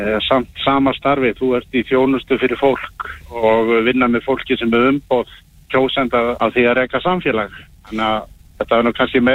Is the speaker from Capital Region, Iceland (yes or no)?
no; Hvalfjarðarsveit, Western Region, Iceland; Þetta er mín heimasveit og ég hefði bara metnað fyrir því að fara og bjóða mig fram mína krafta í minni heimasveit